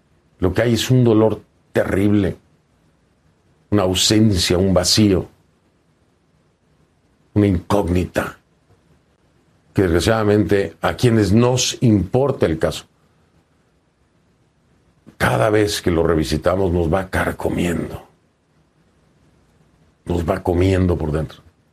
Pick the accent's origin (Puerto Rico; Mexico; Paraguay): Mexico; soy mexicano